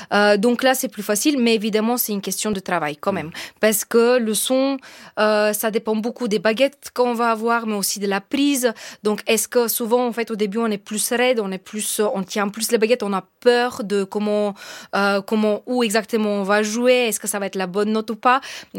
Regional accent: Bulgaria; French is a second language; moved away as an adult; now in France; En fait, j'ai grandi en Bulgarie, dans une famille de musiciens. Mon père était percussionniste, ma sœur aussi.

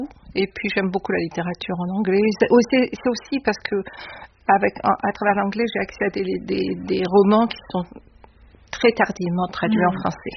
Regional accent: Réunion, France; Bon, moi, je viens de La Réunion, c'est un axe Afrique-Asie, donc on est très loin de la France.

